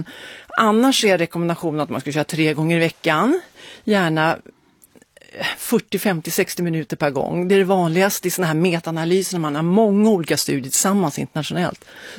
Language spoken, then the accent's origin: Swedish; Iceland; moved away; Jag är islänningar